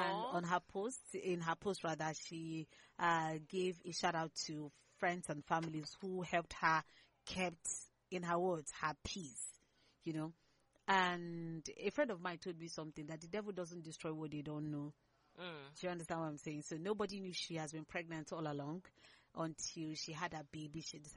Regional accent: Abia, Nigeria; I'm not from Ola, I'm from Abia State.

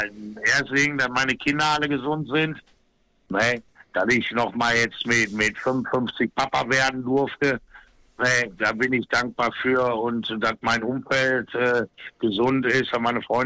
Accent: North Rhine-Westphalia, Germany; first language German

